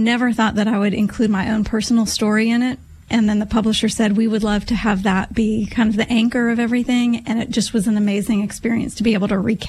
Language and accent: English; Midwest, United States; also born or lived in New York City, United States / Wisconsin, United States / Illinois, United States / Iowa, United States; I was born in New York City and then ended up spending most of my upbringing in the Midwest, Wisconsin, Illinois, and Iowa.